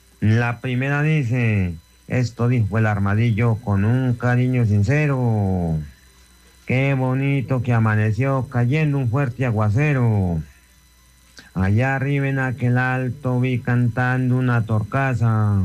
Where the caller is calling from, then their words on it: Arcabuco, Boyacá, Colombia; Por acá desde Arecabuco, Boyacá.